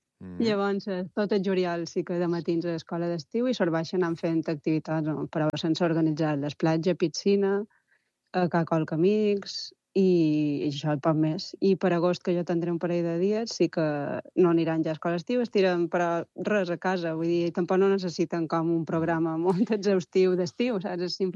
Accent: Bunyola, Balearic Islands, Spain; nosaltres som de Bunyola

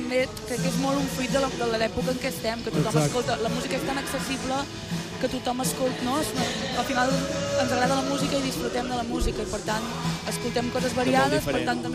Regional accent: Arbúcies, Catalonia, Spain; nosaltres som d'Arbúcies, d'un poble del Montseny

